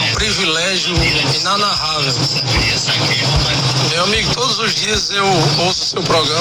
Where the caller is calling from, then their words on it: Pilões, Rio Grande do Norte, Brazil; Pilões, onde eu moro